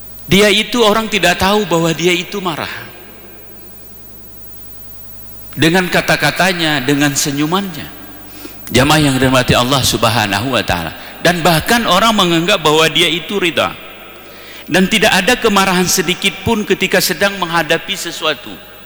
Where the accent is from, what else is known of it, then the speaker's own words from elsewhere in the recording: Aceh, Indonesia; Dan itu ada pada kita orang Gayu, orang yang ada di Aceh Tengah ini